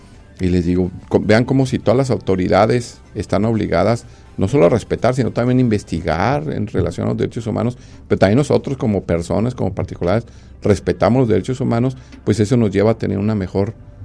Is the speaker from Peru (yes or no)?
no; Guadalajara, Jalisco, Mexico; born there; now in Tijuana, Mexico; yo por ejemplo soy de Guadalajara, tijuanense, pero nacido en Guadalajara